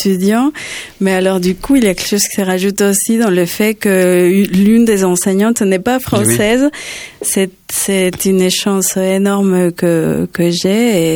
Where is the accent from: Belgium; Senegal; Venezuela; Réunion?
Venezuela; French is a second language; now in Toulouse, France; j'enseignais déjà le français au Venezuela, mon pays d'origine.